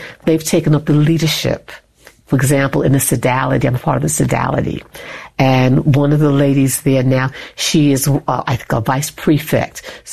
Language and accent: English; New York, United States; accent: New York; I moved from New York, and I still had this New York accent, even after 10 years.